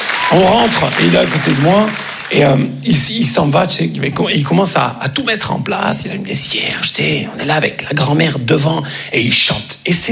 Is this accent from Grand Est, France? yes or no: yes; Grand Est, France; Comme on dit chez nous en Lorraine.